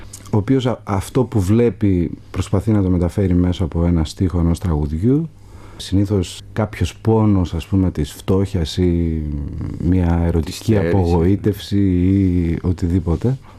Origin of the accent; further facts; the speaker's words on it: Ioannina, Epirus, Greece; Εγώ γεννήθηκα στα Γιάννενα πάνω, στα Ανατολικά Ζαγόρια δηλαδή, σε ένα χωριό στην Πίνδο.